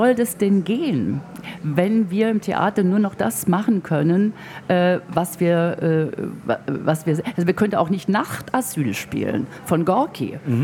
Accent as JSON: {"language": "German", "town": "Mannheim", "region": "Baden-Württemberg", "country": "Germany", "accent": "Kurpfälzisch", "moved": "yes", "said": "Ich habe das dann ins Pfälzische übersetzt, soll in Mundart, also ins Kurpfälzische, ich komme ja aus Mannheim."}